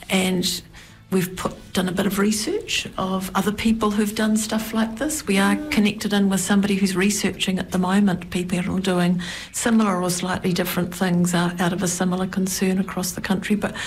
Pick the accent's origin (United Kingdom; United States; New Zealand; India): New Zealand; moved away as an adult; also born or lived in Dunedin, New Zealand / Wellington, New Zealand; Spent most of my life in Dunedin and Wellington.